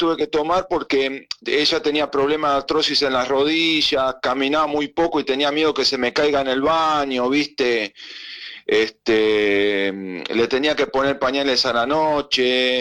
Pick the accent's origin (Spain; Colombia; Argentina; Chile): Argentina; Lanús, Buenos Aires Province; porque yo tengo pensado mudarme a Lanús, porque yo viví y me crié en Lanús.